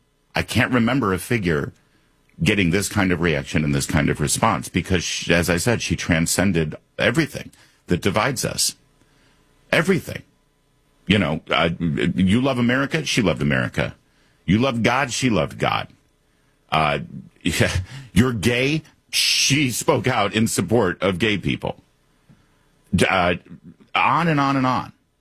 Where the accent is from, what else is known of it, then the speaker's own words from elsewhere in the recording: Michigan, United States; growing up in Michigan, it was hardly, you know, country music land where I grew up, right outside of Detroit.